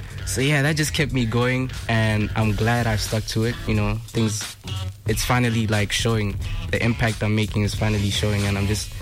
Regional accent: Francistown, North-East District, Botswana; I'm 18 years old. Come from Francistown, you know, that's my hometown.

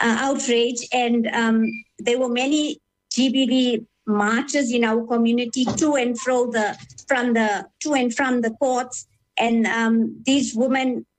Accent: Gauteng, South Africa; I grew up on the East Rand. My papa's business, he had a dry cleaning business in Kempton Park. So when we were little kids, right through our teenage years, we were there in Kempton Park

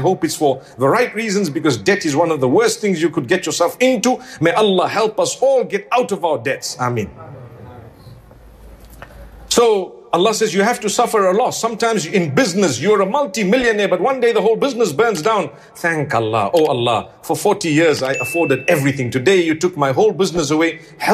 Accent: South Africa; And I come from Africa. Let me tell you, at times, and this is not about food, it's about something else. Every single day, electricity just goes off. When you need it the most. Right now it's winter back in South Africa.

